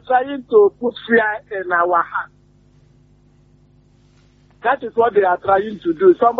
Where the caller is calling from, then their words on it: Aba, Abia, Nigeria; I come from Abba. I am Abba.